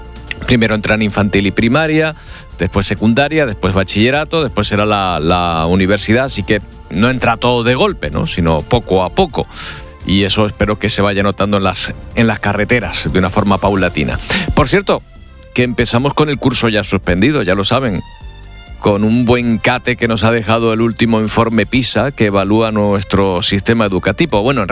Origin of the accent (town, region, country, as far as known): Canary Islands, Spain